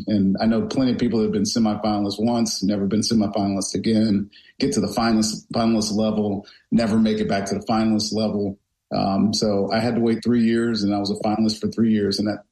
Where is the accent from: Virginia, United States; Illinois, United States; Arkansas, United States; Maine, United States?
Virginia, United States; Roanoke; born or raised there; also born or lived in Blacksburg, Virginia / Charlottesville